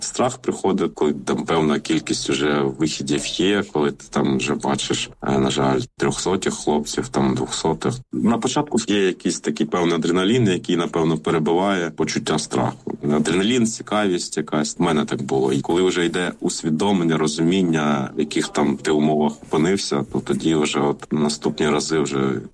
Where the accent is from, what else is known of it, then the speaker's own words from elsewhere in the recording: Donetsk Oblast, Ukraine; от ми взагалі з Бахмутського району родом. І я от розумію, що тут от земля, от ну, моїх там бабусі, дідуся